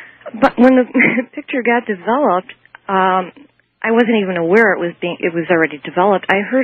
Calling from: Chicago, Illinois, United States; I'm in Chicago.

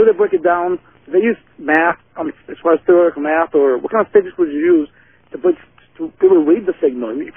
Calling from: Miami, Florida, United States; from Miami, Florida.

